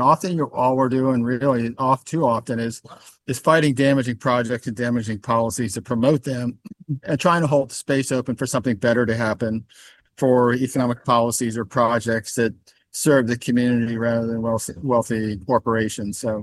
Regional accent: Montgomery County, Maryland, United States; moved away as an adult; now in Prince George's County, United States; I've lived off and on in Prince George's. I grew up in Montgomery County. I did a lot of environmental work there

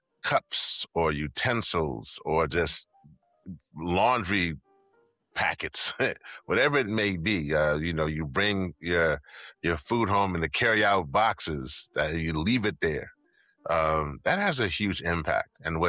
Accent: Louisiana, United States; Particularly, I mentioned before, I'm from Louisiana.

